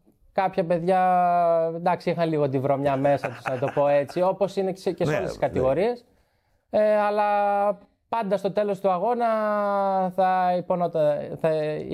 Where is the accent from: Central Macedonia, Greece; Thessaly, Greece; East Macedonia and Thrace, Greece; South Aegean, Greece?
Central Macedonia, Greece; Trikala Imathias; Στο χωριό μου είχαμε μια ομάδα έτσι παιδικό.